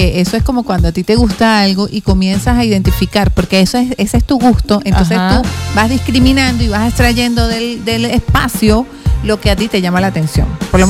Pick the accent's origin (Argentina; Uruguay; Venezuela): Venezuela